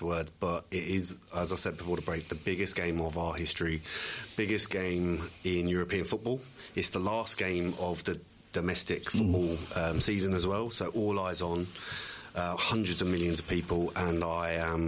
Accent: Islington, London, United Kingdom; moved away as an adult; I'm from Islington, so where Arsenal is, that's where I grew up. I was born and raised in Islington.

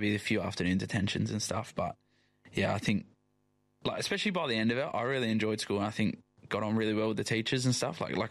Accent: Australia; born there; moved away as an adult; also born or lived in England; I sort of did the opposite when I finished school, went over to England and unintentionally stayed there.

